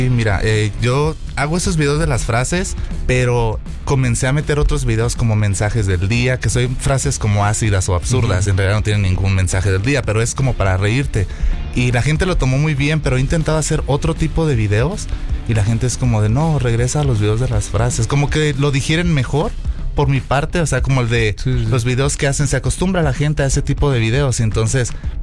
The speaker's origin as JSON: {"language": "Spanish", "town": "Lázaro Cárdenas", "region": "Michoacán", "country": "Mexico", "moved": "as an adult", "lives_now": "Chicago, United States", "said": "yo soy de Lázaro Cárdenas, Michoacán."}